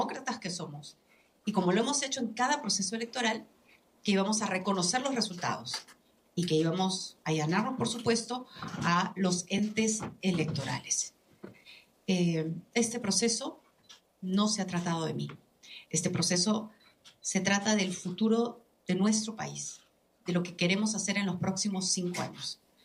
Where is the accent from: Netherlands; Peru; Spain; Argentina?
Peru; serán importantes también para empezar este proceso de volver a unirnos como peruanos.